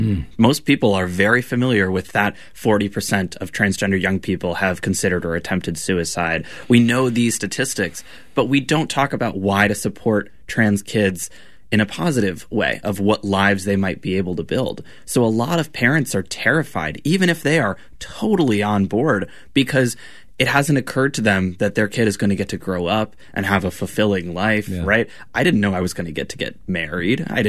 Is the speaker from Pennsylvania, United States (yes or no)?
no; Connecticut, United States; born there; I was born a girl in Connecticut